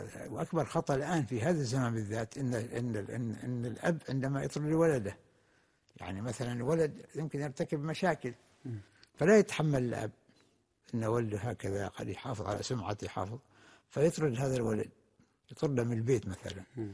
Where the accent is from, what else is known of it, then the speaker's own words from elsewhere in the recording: Oman; مثلا عندنا في عمان تجد الواحد أين يذهب، يعني البلد كلها متكاتفة وكلها متعاونة وكلها متعارفة،